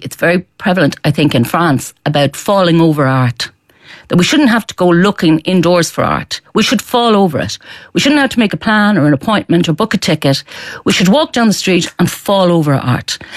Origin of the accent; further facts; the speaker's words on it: Galway, Connacht, Ireland; growing up in Galway, where we had a lot of street theatre with Mockness and stuff.